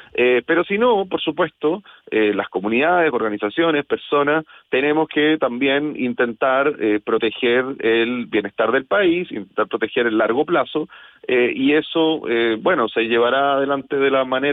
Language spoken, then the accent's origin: Spanish; Chile; Yo tengo la impresión, creo que como cualquier chileno, que los procesos frente al Estado se demoran mucho